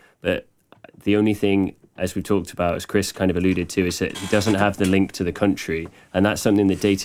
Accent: Cheltenham, South West England, United Kingdom; growing up in Cheltenham, my dad, we would watch Scotland rugby and Scotland football.

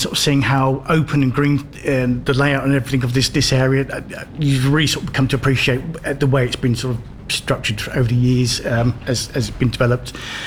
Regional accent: South East England, United Kingdom; now in Northampton, United Kingdom; Local in the sense that I moved here about sort of 20 plus years ago, but originally I was from Buckinghamshire, so it's a neighbouring county.

